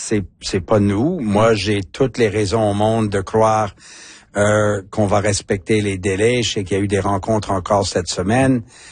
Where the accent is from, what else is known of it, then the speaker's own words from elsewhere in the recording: New Brunswick, Canada; moi, je viens des provinces de l'Atlantique, de l'Acadie, au Nouveau-Brunswick.